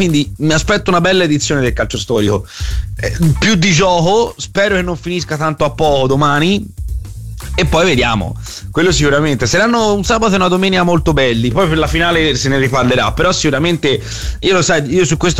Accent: Prato, Tuscany, Italy; born there; sono nato a Prato

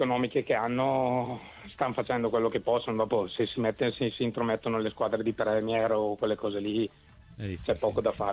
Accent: Bergamo, Lombardy, Italy; Io Inter, anche Inter, se sono di Bergamo.

